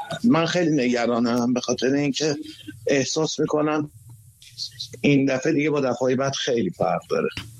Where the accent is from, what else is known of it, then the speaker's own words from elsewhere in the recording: Tehran, Tehran Province, Iran; moved away as an adult; also born or lived in Bandar Abbas; خودم بچه تهرانم ولی چند سالی که ساکن بندرعباس بودم، به خاطر یه سری شرایط رفته بودم اونجا